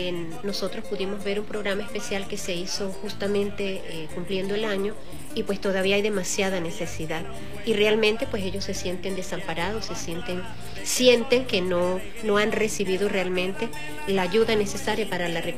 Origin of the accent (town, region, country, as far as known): Venezuela